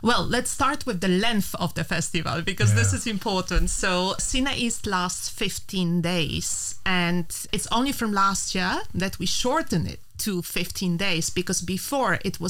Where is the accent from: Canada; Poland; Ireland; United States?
Poland; now in Luxembourg; Obviously, I come from Poland as well.